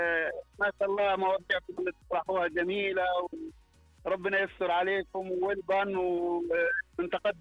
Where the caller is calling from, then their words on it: Al-Qassim, Saudi Arabia; طبيب بيطر من القصيم.